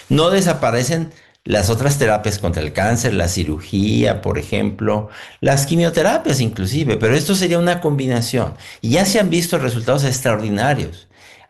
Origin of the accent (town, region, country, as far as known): Mexico